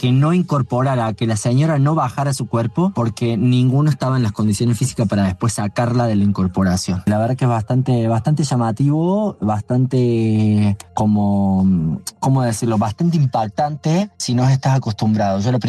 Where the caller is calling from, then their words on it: Villa María, Córdoba, Argentina; de Villa María.